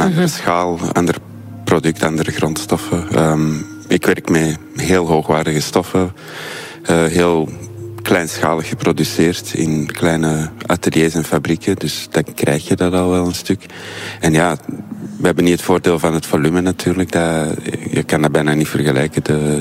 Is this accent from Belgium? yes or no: yes; Antwerp, Flanders, Belgium; Ja, dat is echt mijn thuisstad. Ik ben hier geboren en getogen.